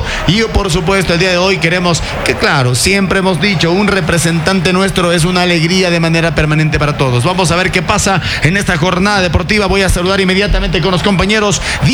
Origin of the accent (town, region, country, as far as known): Ecuador